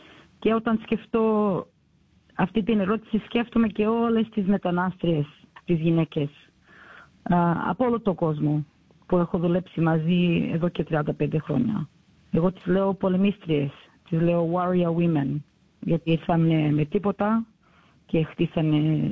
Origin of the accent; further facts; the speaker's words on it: Sydney, New South Wales, Australia; Εγώ γεννήθηκα στο Balmain, μετά περίπου τρία χρονών πήγαμε στο Canterbury, στο Canterbury Road. Και είχαμε φρουτομαρκέτα και ζούσαμε πάνω από το μαγαζί για κάποια χρόνια. Και μετά πήγαμε στο Rowwood